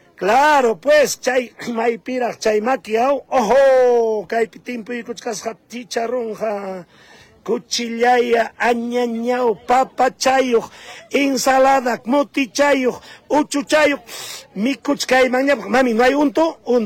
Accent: Coracora, Ayacucho, Peru; ¿Qué le parece mi tierra, Coracora?

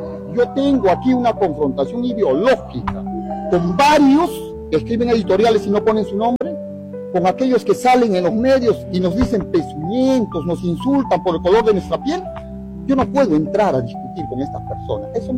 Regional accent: Ayacucho, Peru; yo vengo de Ayacucho

